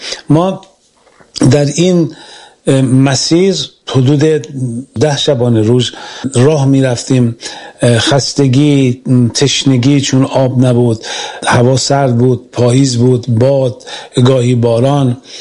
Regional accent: Semirom, Isfahan, Iran; من زاده سمیروم هستم، در میان کوهای زاگرس بزرگ شدم

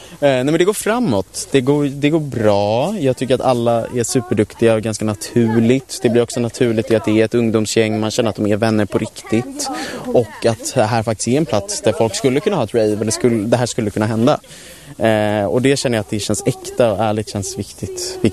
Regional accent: Nacka, Stockholm County, Sweden; Jag är från Nacka.

